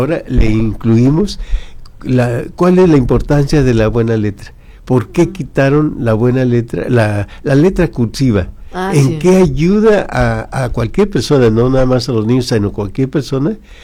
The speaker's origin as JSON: {"language": "Spanish", "town": "Tijuana", "region": "Baja California", "country": "Mexico"}